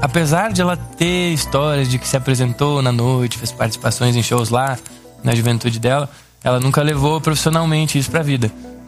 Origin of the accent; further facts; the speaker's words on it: Rio Grande do Sul, Brazil; Tem rock argentino, tem música gaúchesca, porque somos gaúchos, né?